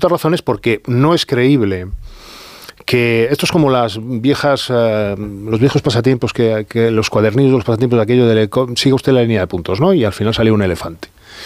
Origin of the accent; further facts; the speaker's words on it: Spain; igual que Carmen y muchos de los que estamos aquí, como español